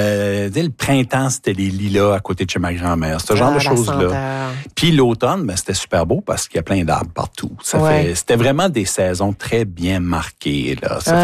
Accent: Grand-Anse, New Brunswick, Canada; J'ai vécu toute ma vie à Grand-Anse. Ma maman vient d'Anse-Bleu.

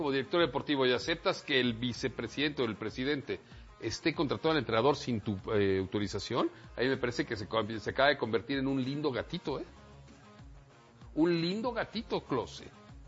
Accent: Mexico City, Mexico

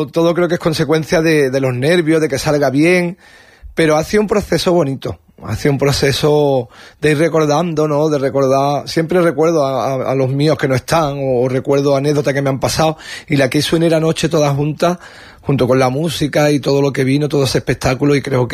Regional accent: Vélez-Málaga, Andalusia, Spain; born or raised there

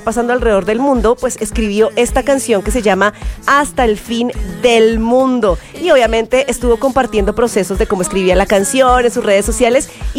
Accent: Colombia; A mi tierra. Porque una de nuestras colombianas favoritas lanzó canción.

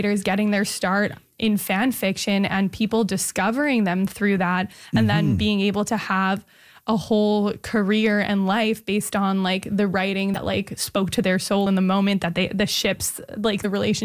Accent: Montreal, Quebec, Canada; Yeah, to my hometown.

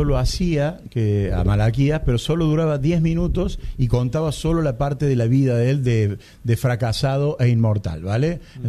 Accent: Argentina; todos somos argentinos.

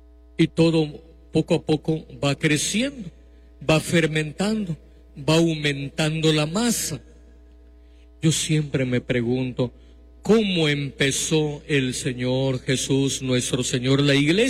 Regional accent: Mexico; nuestro país mexicano

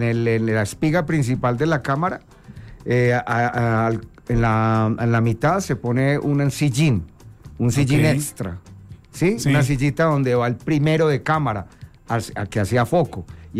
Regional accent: Colombia; hablan de nosotros como colombianos, como lo que somos.

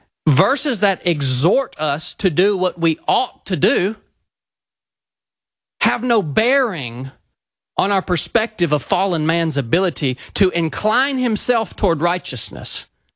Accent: the South, United States; So I grew up obviously in the South, so I'd heard the gospel many, many times.

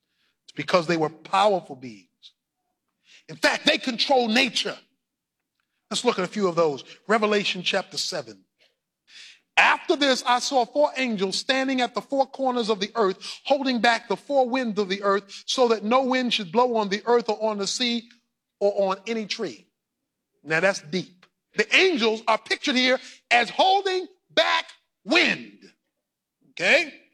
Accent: Baltimore, Maryland, United States; born or raised there

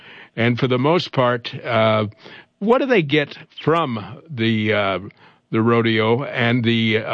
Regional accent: Iowa, United States; also born or lived in Texas Panhandle; Well, actually, I'm from Iowa, but we spent 14 years in the Texas Panhandle, did television there

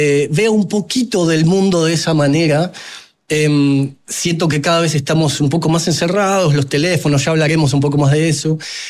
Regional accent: Argentina; donde junto con un colega, yo soy de Argentina, un colega de Uruguay y uno de Chile, contamos nuestra experiencia

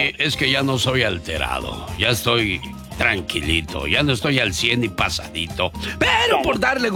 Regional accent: Chihuahua, Mexico; moved away; Un día salí de Chihuahua, pero Chihuahua nunca salió de mí.

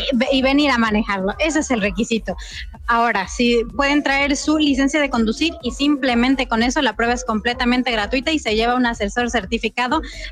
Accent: Mexico; yo creo que el Bocho nos identifica a todos como mexicanos también.

